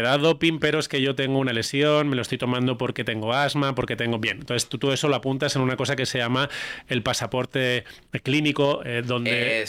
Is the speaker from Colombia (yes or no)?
no; Spain